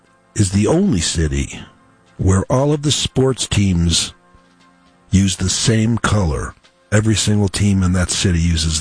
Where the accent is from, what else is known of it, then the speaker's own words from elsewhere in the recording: Chesterland, Ohio, United States; born there; moved away; My old stomping grounds, Chesterland, Ohio.